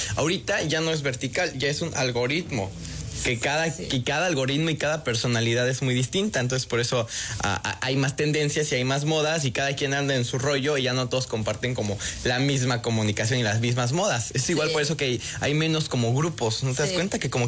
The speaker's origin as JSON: {"language": "Spanish", "country": "Mexico"}